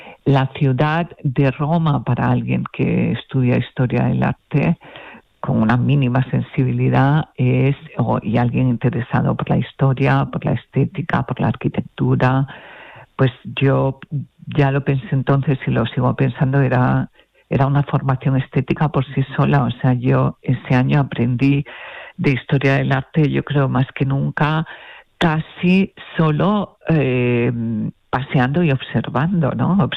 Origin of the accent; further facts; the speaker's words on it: Jaén, Andalusia, Spain; also born or lived in Barcelona / Madrid / Málaga / Rome; Como provengo de distintos sitios de España, provengo de Jaén, de Barcelona, de Madrid, también soy malagueña porque llevo muchos años aquí